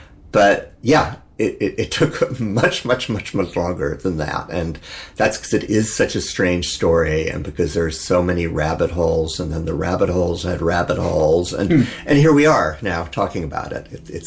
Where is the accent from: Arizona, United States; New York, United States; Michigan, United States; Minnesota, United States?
Arizona, United States; Phoenix; I grew up in Phoenix, Arizona